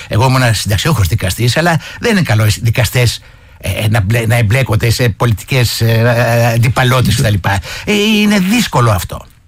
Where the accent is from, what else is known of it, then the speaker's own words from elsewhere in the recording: Thessaly, Greece; Από τη Θεσσαλία, που είμαι εγώ